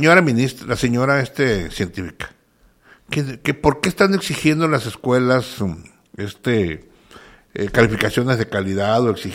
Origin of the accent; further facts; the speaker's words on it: Mexico; Y que estemos permitiéndolo como mexicanos eso.